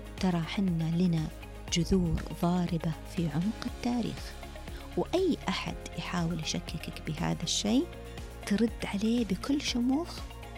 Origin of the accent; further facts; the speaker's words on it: Saudi Arabia; أنا كمواطن سعودي أنتمي لهذا البلد العظيم